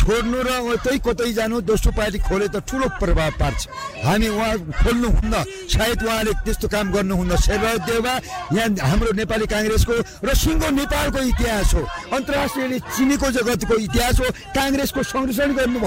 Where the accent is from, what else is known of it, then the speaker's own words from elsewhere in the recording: Byas, Sudurpashchim Province, Nepal; म दार्चुला जिल्ला, सुदूरपश्चिम प्रदेशको दार्चुला जिल्लाबाट, म ब्यास गाउँपालिका हो मेरो घर।